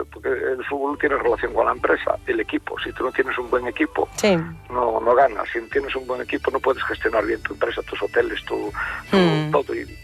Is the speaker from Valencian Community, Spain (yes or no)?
no; Galicia, Spain; la buena gente que somos los gallegos